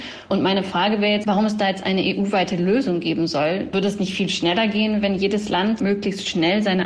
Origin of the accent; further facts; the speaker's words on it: Munich, Bavaria, Germany; aus München und ich engagiere mich in der Initiative Smarter Startup 14